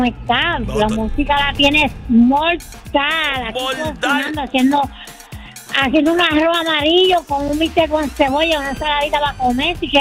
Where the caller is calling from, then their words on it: New York, United States; Del Bronx.